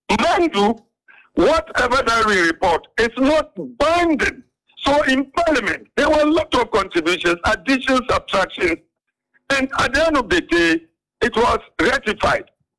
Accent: Ghana; I did my work as a Ghanaian

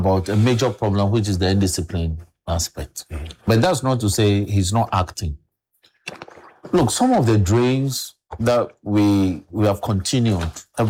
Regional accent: Accra, Greater Accra, Ghana; I grew up in Mamubi here. The famous Kaukudi, Mamubi, Nima, Gota, all the way to Circle.

